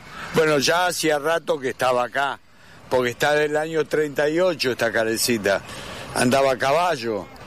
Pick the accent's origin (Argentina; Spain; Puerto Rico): Argentina; Lanús, Buenos Aires Province; Yo nací en el año 44 y nací en Lanús.